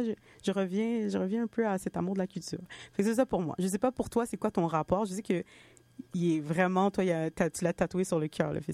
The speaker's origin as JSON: {"language": "French", "town": "Montreal", "region": "Quebec", "country": "Canada", "tie": "born there", "said": "puis moi, je suis née à Montréal. Et je pense que pendant un bon moment, c'était important pour moi parce que j'ai grandi avec des classiques haïtiens"}